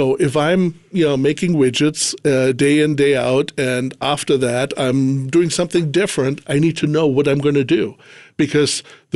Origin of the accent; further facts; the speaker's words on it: Germany; moved away as an adult; I didn't grow up over here. I grew up in Germany. Mm. Lived there for 20 years.